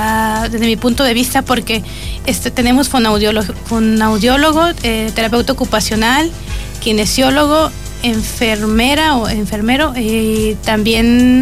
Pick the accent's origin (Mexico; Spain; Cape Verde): Mexico; now in Chile; Yo soy mexicana